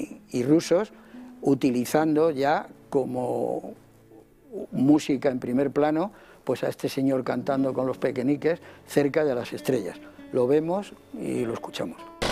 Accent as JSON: {"language": "Spanish", "country": "Spain", "said": "aquel año en el que yo era más niño que adolescente y que, como muchos españoles de la época, pues estábamos deseando de que llegara ese momento de la madrugada"}